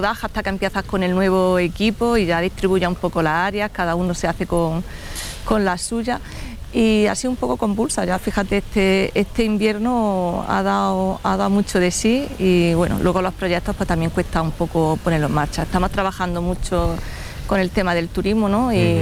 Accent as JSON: {"language": "Spanish", "town": "Valdepeñas de Jaén", "region": "Andalusia", "country": "Spain", "said": "Yo soy una enamorada de mi pueblo."}